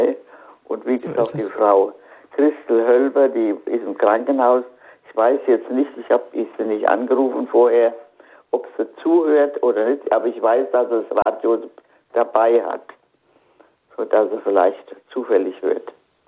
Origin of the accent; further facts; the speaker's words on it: Bad Orb, Hesse, Germany; nach Bad Orb, oberhalb von Bad Orb noch, wo ich her bin, und da wohnt noch mein Bruder